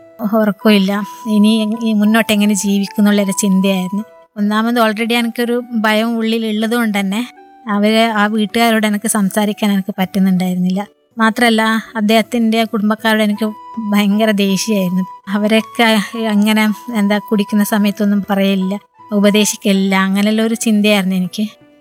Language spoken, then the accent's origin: Malayalam; Karnataka, India; now in Kerala, India; ഞാൻ ജനിച്ച് വളർന്നത് കർണാടകയിലാണ്. അപ്പോൾ അവിടെ ഇങ്ങനെ പ്രശ്നങ്ങളുള്ളത് കൊണ്ട് തന്നെ എൻ്റെ അമ്മേൻ്റെ ഫാമിലീസൊക്കെ ഇവിടെ കേരളത്തിലാണ്.